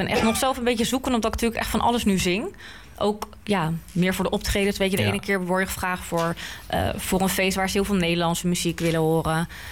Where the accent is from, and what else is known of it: The Hague, South Holland, Netherlands; born or raised there; now in Zoetermeer, Netherlands